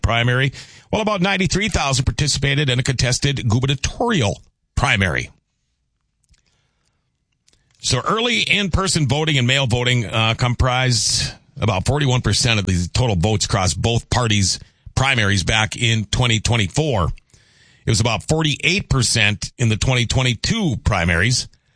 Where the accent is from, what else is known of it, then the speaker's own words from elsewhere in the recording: Thief River Falls, Minnesota, United States; I get a lot of that from Thief River. But still love calling that place my hometown. I just wish I could get there a little bit more.